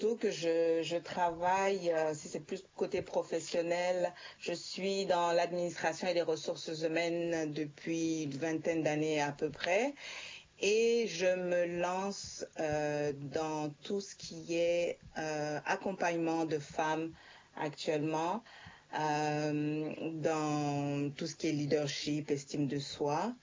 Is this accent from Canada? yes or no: yes; Montreal, Quebec, Canada; born there; also born or lived in Bangui, Central African Republic / France; Je suis née à Montréal, puis évidemment j'ai vécu aussi à Bangui, en France